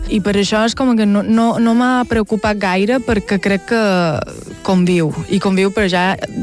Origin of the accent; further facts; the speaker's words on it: Valldemossa, Balearic Islands, Spain; Sí, som de Vall de Mossa, oh, Vall de Mossa, no sé què, no sé quantos.